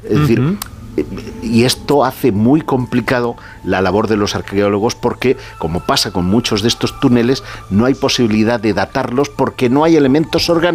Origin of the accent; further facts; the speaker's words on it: Terrassa, Catalonia, Spain; En mi ciudad de origen, en Tarrasa, está uno de los conjuntos monumentales románicos más importantes de todo el país.